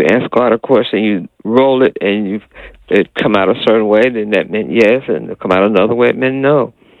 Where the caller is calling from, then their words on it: Atlanta, Georgia, United States; from Atlanta